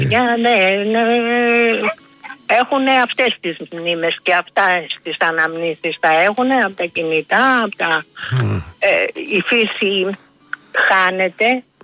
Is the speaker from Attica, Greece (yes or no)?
yes; Athens, Attica, Greece; born there; also born or lived in unnamed home village; Ίσως γιατί και εδώ τώρα, δηλαδή που ήρθαμε στην Αθήνα, εγώ δεν έζησα στην πόλη. Ο Ταύρος ήταν περιβόλια.